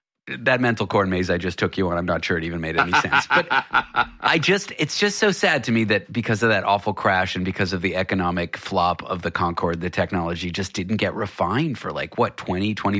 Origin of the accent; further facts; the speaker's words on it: Toronto, Ontario, Canada; Like, I grew up in Toronto going to the Sky Dome, okay?